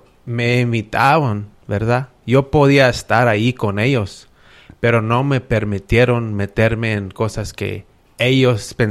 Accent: Midland, Texas, United States; toda la vida he estado aquí en Midland, ahí... pues toda la vida ahí en la East Side, junto de Hidalgo Park, ahí viven mis abuelos todavía. Y en esa área, todo desde niño ahí estaba yo Y pues soy de Midland y no pienso nunca irme de Midland.

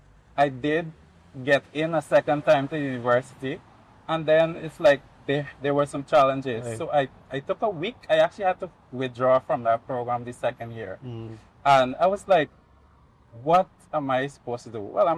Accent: Pomeroon-Supenaam, Guyana; I'm from the Essequibo Coast

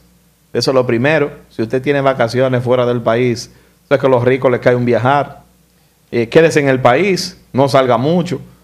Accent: Dominican Republic; yo soy dominicano.

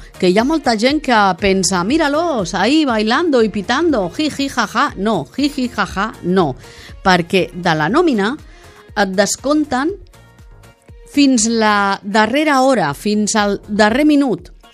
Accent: Montornès del Vallès, Catalonia, Spain; especialment de Montornès, que és el meu poble

